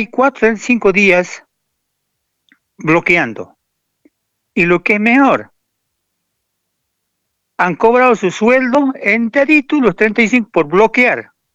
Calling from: Tarija, Bolivia; Yo también soy de ojotas, de poncho, soy chapaco. Y me creo campesino

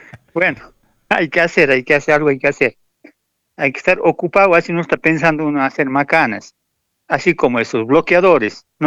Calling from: Tarija, Bolivia; Yo también soy de ojotas, de poncho, soy chapaco. Y me creo campesino

